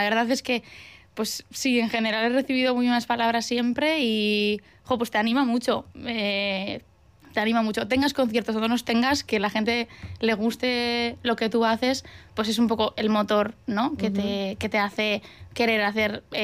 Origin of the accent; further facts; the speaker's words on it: Durango, Basque Country, Spain; la semana que viene toco en mi pueblo, en la programación de verano de mi pueblo, y me hace pues muchísima ilusión. Sí, sí, en Durango.